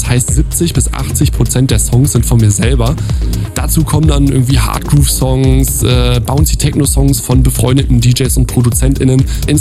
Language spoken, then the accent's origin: German; Cologne, North Rhine-Westphalia, Germany; Wir sind von Köln hier